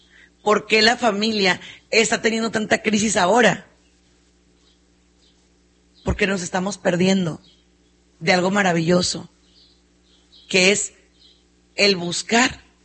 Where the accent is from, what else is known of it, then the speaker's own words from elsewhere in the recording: Mexico; nosotros que somos mexicanos, pues somos muy vigueros, muy groseros.